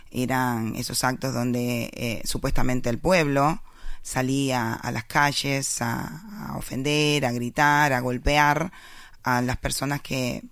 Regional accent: Cuba; born there; moved away

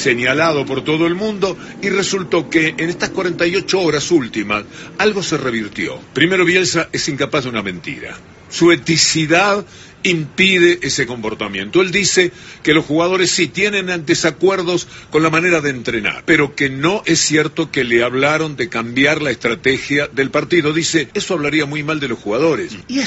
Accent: Uruguay; Yo, que soy del Uruguay, conozco perfectamente cuál es la idea en general del fútbol uruguayo

